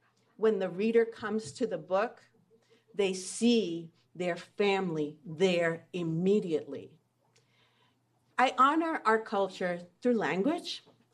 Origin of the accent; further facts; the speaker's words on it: New York, United States; So I was growing up in New York in the 70s, when these people hit.